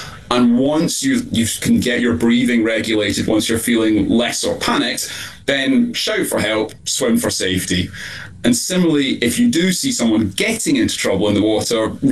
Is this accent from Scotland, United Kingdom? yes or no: yes; Scotland, United Kingdom; I'm from Scotland. We've definitely had a cool climate. I grew up shivering most of the time.